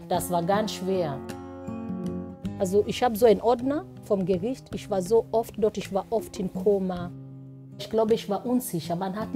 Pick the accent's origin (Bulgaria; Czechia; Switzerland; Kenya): Kenya; Ich komme aus Kenia.